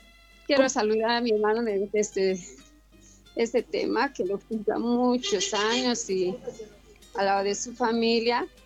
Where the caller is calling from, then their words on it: Llallagua, Potosí, Bolivia; Aquí de la... de Yayagua.